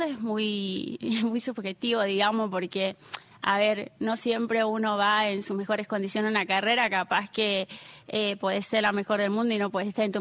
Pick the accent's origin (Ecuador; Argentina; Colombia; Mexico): Argentina; Jujuy; soy como una jujeña trucha, porque siempre que voy al norte me termino como apunando.